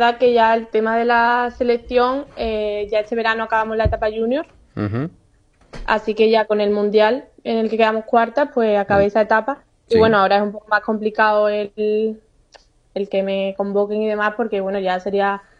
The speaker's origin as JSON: {"language": "Spanish", "town": "Seville", "region": "Andalusia", "country": "Spain", "said": "De Sevilla, yo soy de Sevilla."}